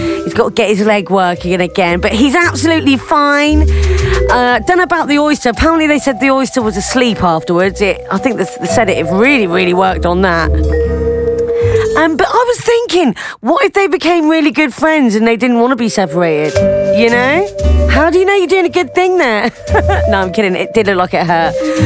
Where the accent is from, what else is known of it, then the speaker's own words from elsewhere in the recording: Devon, South West England, United Kingdom; I grew up in Devon.